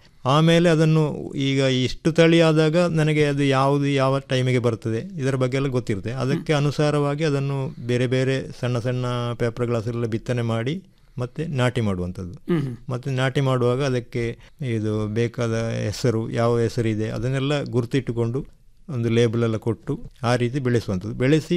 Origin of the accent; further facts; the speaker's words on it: Karnataka, India; ನಮ್ಮ ಊರಿನ ಕೆಲವು ತಳಿಗಳು ಈ ಬೆಳ್ತಂಗಡಿ ಭಾಗದಿಂದ ಸ್ವಲ್ಪ ಸಿಕ್ಕಿತು.